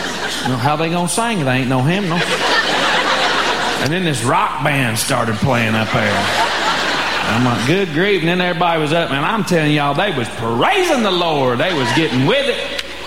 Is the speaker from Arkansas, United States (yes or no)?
yes; Arkansas, United States; I'm from a little town in Arkansas. Six people in my graduating class.